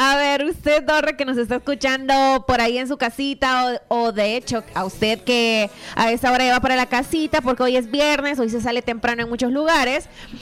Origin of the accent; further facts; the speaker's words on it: El Salvador; Yo soy salvadoreña